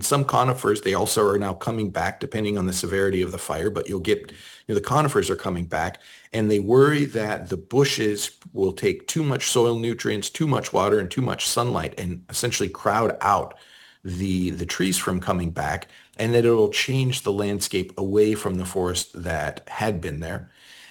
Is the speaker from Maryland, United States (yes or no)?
no; Colorado, United States; now in San Francisco, United States; Cause I grew up in Colorado